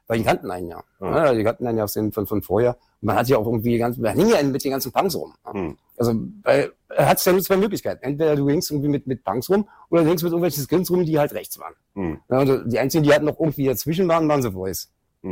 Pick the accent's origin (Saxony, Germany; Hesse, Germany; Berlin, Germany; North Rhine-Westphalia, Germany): Berlin, Germany; Geboren in Schöneberg, groß geworden in Kreuzberg.